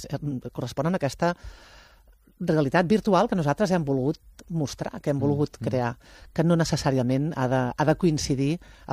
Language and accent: Catalan; Prats de Lluçanès, Catalonia, Spain; Clar, tio, és que jo soc de Prats